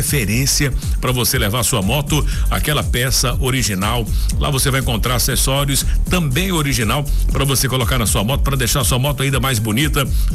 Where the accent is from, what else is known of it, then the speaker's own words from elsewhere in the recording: Porto Nacional, Tocantins, Brazil; born there; capital linda, Porto Nacional, cidade aonde nasci, cidade linda que amo